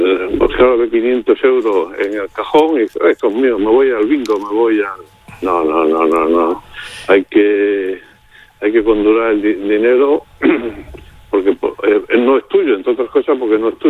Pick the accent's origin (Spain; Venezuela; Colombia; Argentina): Spain; Malpartida, Extremadura; dicen también en mi pueblo, en Malpartida, no es mi caso, pero dicen en mi pueblo Malpartida